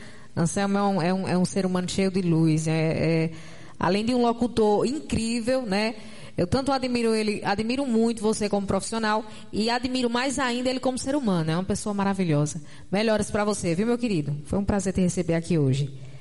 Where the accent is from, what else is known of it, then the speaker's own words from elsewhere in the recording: Arcoverde, Pernambuco, Brazil; lá de Arco Verde … da minha cidade natal.